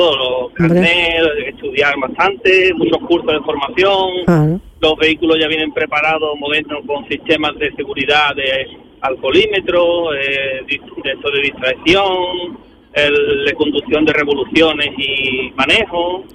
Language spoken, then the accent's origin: Spanish; Jerez de la Frontera, Andalusia, Spain; also born or lived in Canary Islands; 11 años en Canarias. De Jerez de la Frontera.